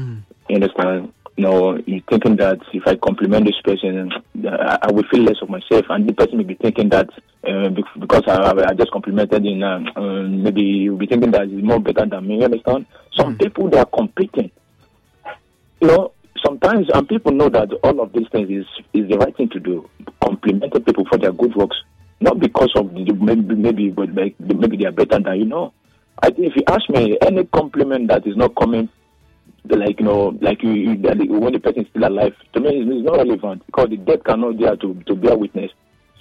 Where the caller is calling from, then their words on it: Port Harcourt, Rivers, Nigeria; I'm coming from Port Harcourt.